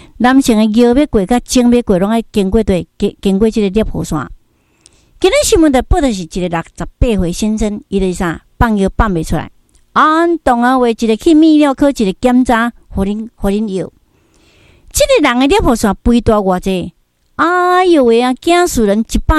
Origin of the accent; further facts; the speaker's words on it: Taiwan; accent: Taiwanese Mandarin; Chinese is a second language; 你要叫我讲国语哦，我真的会闹风。因为我是台湾人啊，讲国语呢不标准是正常的。